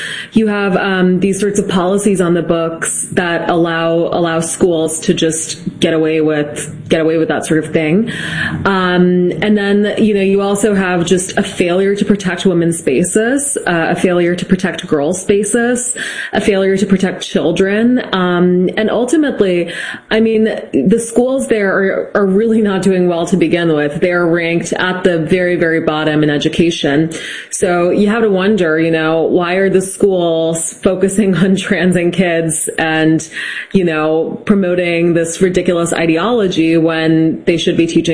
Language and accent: English; Massachusetts, United States; I mean, I'm from Massachusetts, which actually does have very good schools, despite them being like off the rails crazy.